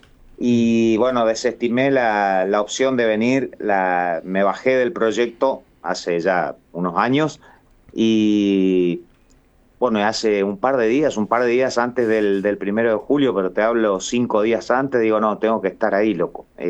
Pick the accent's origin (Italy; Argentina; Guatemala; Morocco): Argentina